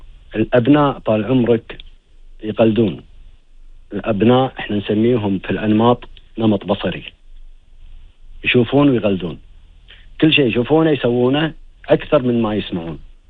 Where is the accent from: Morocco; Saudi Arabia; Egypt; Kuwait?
Kuwait; إحنا عندنا كويتي يقول طق الحديد وهو حامي،